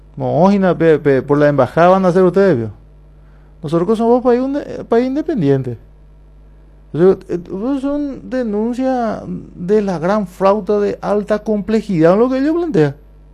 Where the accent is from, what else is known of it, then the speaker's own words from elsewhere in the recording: Paraguay; Que nosotros en Paraguay seguimos siendo españoles.